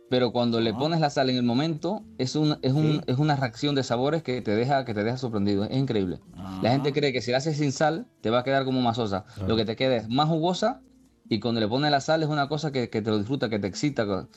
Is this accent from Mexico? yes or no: no; Cuba; los descendientes de españoles, bueno, que somos los cubanos, que somos prácticamente todos descendientes españoles